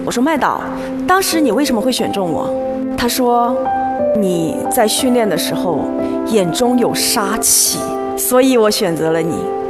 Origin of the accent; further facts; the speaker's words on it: Jingdezhen, Jiangxi, China; born there; 我出生在江西景德镇市昌江区的一个小村庄里，那是典型的赣东北农村。我的家庭非常的普通，房屋特别的简陋，生活其实挺艰苦的